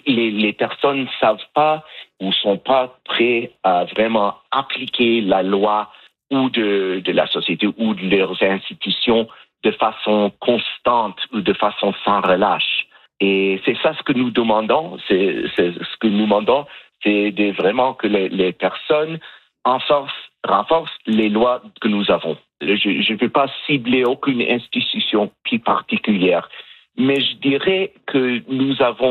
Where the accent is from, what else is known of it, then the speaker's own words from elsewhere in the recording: Canada; nous sommes des Canadiens, nous sommes des personnes qui veulent vivre nos vies ici en liberté